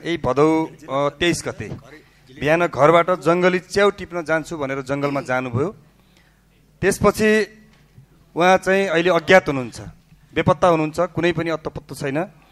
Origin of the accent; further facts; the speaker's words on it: Bajhang, Sudurpashchim Province, Nepal; born or raised there